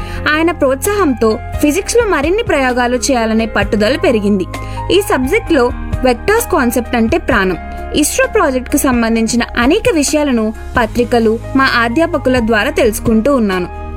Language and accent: Telugu; Rampuram, Andhra Pradesh, India; మాది అనంతపురం జిల్లా పెనుగొండ మండలంలోని రాంపురం. నాన్న … అమ్మ నాగరాణి. మాది వ్యవసాయ కుటుంబం.